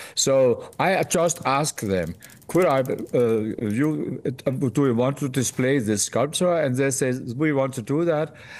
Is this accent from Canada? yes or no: no; Denmark; I come from a small state. I come from Denmark.